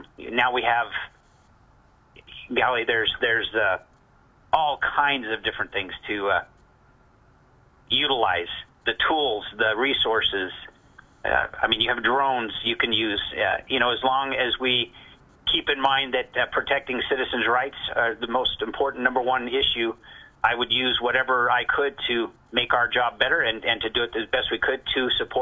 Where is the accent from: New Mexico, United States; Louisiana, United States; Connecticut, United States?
New Mexico, United States; Doña Ana County; I was born and raised here in Doña Ana County.